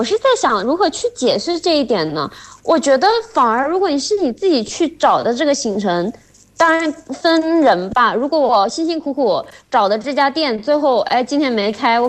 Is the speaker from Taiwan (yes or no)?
no; Mexico; Chinese is a second language